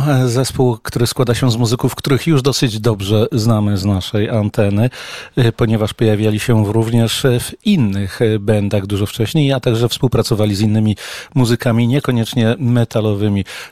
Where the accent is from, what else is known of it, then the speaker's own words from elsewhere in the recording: Recovered Territories, Poland; No ja pochodzę z tych ziem wyzyskanych, gdzie jest wiele zwierzaków.